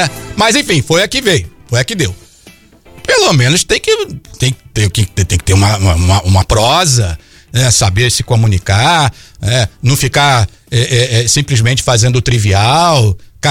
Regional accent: Cuiabá, Mato Grosso, Brazil; Ainda bem que eu sou cuiabano.

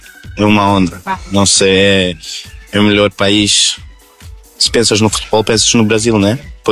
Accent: Porto, Norte, Portugal; now in London, United Kingdom; Eu cresci no Porto, com a minha mãe ainda vive lá.

